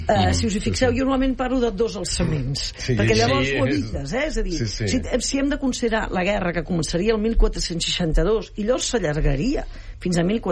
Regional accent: Catalonia, Spain; Pla de l'Estany, que és la meva comarca

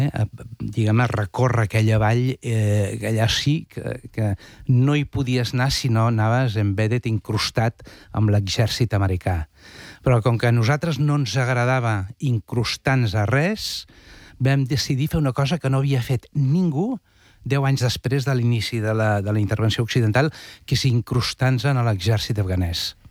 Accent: Sabadell, Catalonia, Spain; som de Sabadell

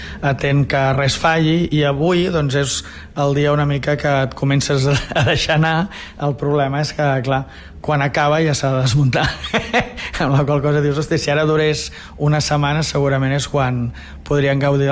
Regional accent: Figueres, Catalonia, Spain; els que som de Figueres

